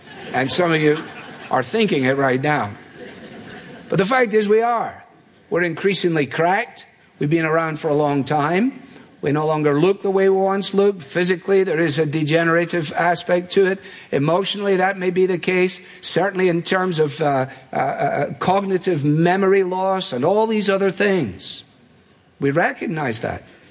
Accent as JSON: {"language": "English", "region": "Scotland", "country": "United Kingdom", "said": "As a Scotsman, it appeals to me."}